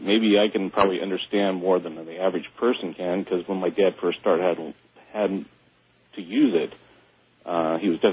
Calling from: United States; I'm calling from Florida, Arizona tonight. First time caller.

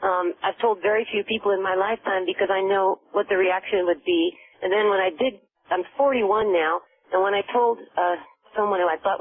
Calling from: Napa County, California, United States; I'm in Napa County

